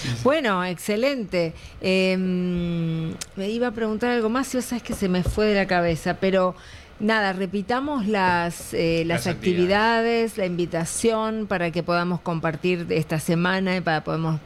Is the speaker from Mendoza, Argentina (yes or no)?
no; Buenos Aires, Argentina